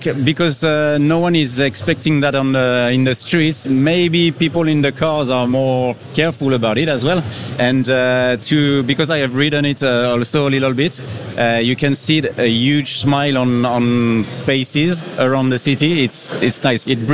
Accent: France; English is a second language

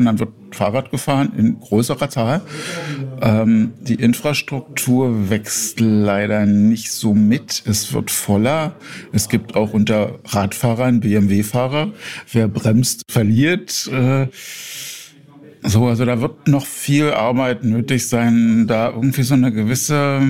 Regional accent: Berlin, Germany; das kann ich einfach beantworten sagen. Ich komme aus Berlin.

